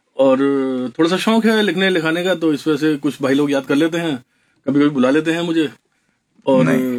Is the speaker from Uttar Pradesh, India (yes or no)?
yes; Moradabad, Uttar Pradesh, India; मुरादाबाद का निवासी हूँ, आप छोटे से मोहल्ले चंद्रनगर का